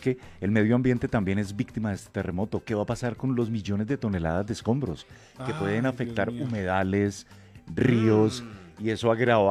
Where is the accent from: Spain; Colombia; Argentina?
Colombia; Somos colombianos y entre todos tenemos que sacar adelante a aquellos que le están pasando mal en este momento.